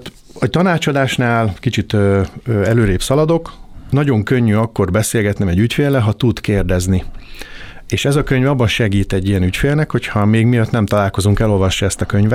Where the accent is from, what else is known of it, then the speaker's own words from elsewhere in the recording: Szeged, Csongrád-Csanád, Hungary; Szegedi gyerek vagyok, 50 éves elmúltam, van két csodás lányom, meg egy csodás feleségem.